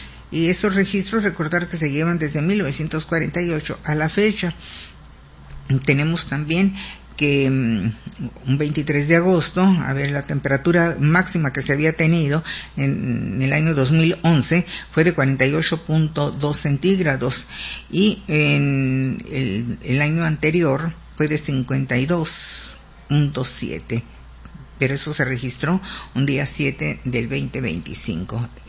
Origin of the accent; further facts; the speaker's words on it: Mexicali, Baja California, Mexico; así somos los mexicanos, los cachanillas, muy resistentes